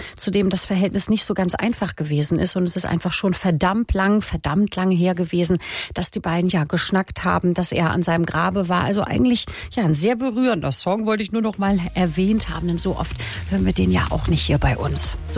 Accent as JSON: {"language": "German", "region": "Schleswig-Holstein", "country": "Germany", "said": "Man versteht dann Kölsch als Schleswig-Holsteiner ja kaum"}